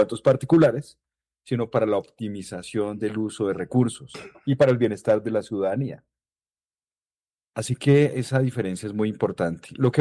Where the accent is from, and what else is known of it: Colombia